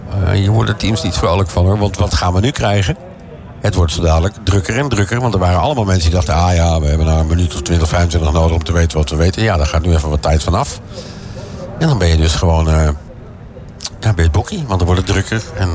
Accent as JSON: {"language": "Dutch", "country": "Netherlands", "said": "Ja, maar ja, wij zijn Nederlanders en wij zijn eigenwijs."}